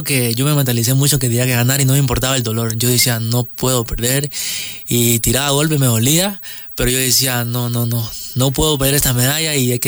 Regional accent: Napo, Ecuador; now in Quito, Ecuador; yo soy de Napo

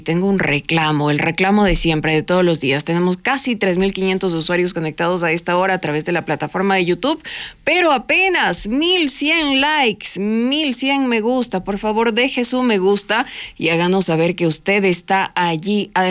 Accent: Ecuador; los distintos temas que nos aquejan como ecuatorianos.

